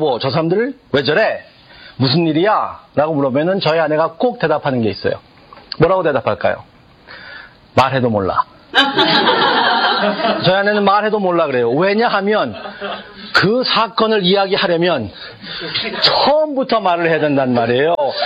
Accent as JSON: {"language": "Korean", "country": "South Korea", "said": "우리는 한국 사람들이니까"}